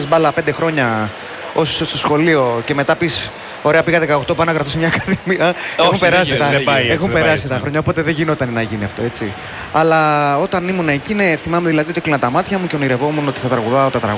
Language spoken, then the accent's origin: Greek; Athens, Attica, Greece; also born or lived in Paros; Κάποια χρόνια, τα παιδικά μου χρόνια τα πέρασα στην Αθήνα και το τελείωμα των σχολικών μου ετών το πέρασα στην Πάρο.